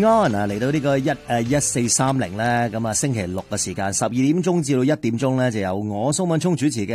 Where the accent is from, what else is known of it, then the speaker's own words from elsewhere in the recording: Canada; 我哋加拿大人